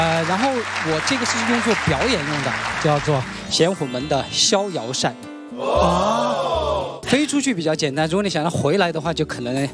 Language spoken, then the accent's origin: Chinese; Sichuan, China; 从小六岁开始习武。